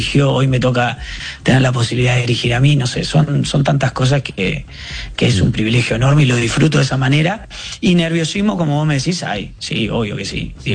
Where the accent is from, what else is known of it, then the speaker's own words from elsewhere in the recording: Uruguay; soy uruguayo